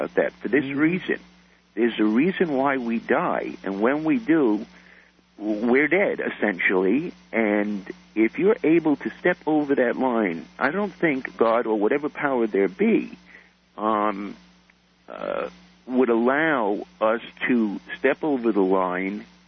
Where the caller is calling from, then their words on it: Canada; I'm calling from Canada, and I'm impressed with your scientific rigor.